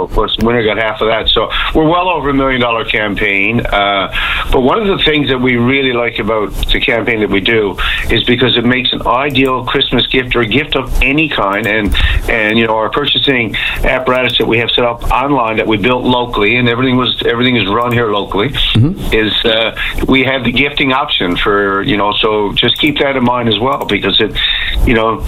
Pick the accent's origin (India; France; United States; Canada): Canada; Newfoundland and Labrador; moved away as an adult; now in St. John's, Canada; I'm originally from Central Newfoundland, and I will tell you that our daughter was born deaf, and that's how we ended up here in St. John's for the School for the Deaf at the time.